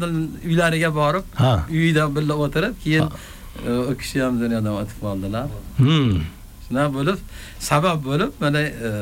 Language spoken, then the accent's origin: Uzbek; Chang, Fergana Region, Uzbekistan; Biz vodiyni Farg'ona viloyati, Uchko'prik tumani, Navruz jamoa xo'jaligi, Chang qishloq degan qishloqdan yashaymiz.